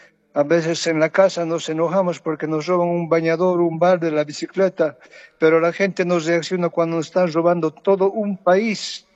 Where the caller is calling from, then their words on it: Sweden; estoy llamando desde Suecia. Buenos días, buenas tardes desde Suecia.